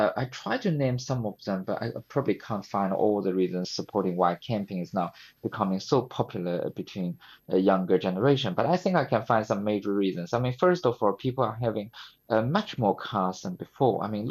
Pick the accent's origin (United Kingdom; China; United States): China; Nanjing, Jiangsu; I was surprised by how many cars British were having at that time compared with my hometown, Nanjing, which is also a very large city in China.